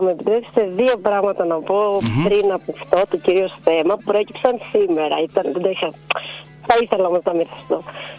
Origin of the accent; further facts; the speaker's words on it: Trikala, Thessaly, Greece; moved away; στο χωριό μου, το Τρίκαλα